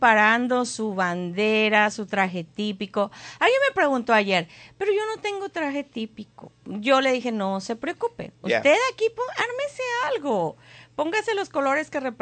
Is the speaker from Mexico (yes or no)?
yes; Mexico; now in United States; Yo sigo siendo mexicana